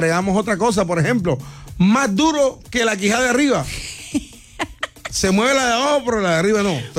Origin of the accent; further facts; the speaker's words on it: Barranquilla, Atlántico, Colombia; Bueno, acá le decimos apretado.